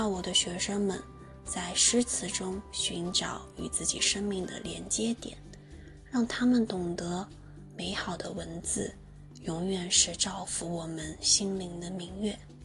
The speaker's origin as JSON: {"language": "Chinese", "town": "Xiamen", "region": "Fujian", "country": "China", "tie": "born or raised there", "moved": "as an adult", "lives_now": "Hong Kong", "said": "我是一个在海滨城市厦门出生长大的孩子，甚至连大学也选择留在了厦门，因此来到香港读研究生 是我人生中第一次真正意义上离开家，独自在外生活"}